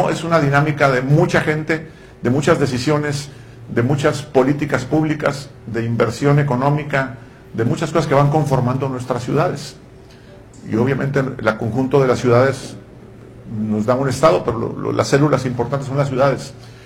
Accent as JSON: {"language": "Spanish", "town": "Tijuana", "region": "Baja California", "country": "Mexico", "also_born_or_lived": "Guadalajara", "said": "soy arquitecto, obviamente no soy de Mexicali, soy de Tijuana, pero baja californiano."}